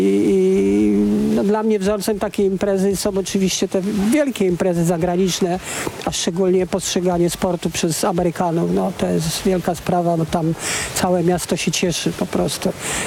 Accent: Kraków, Lesser Poland, Poland; accent: Kraków; jak ja to mówię po krakowsku

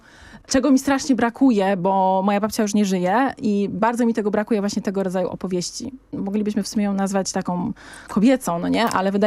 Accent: Silesian Voivodeship, Poland; Chociaż właściwie w moich stronach zazwyczaj, no właśnie widzisz, bo ja byłam już po tej stronie galicyjskiej, moi dziadkowie, i u nas zawsze się jednak mówiło, że naszym strojem regionalnym jest strój krakowski.

